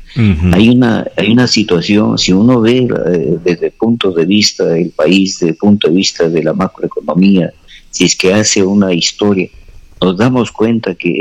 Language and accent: Spanish; Amazonas, Peru; como peruanos, fundamentalmente como amazonenses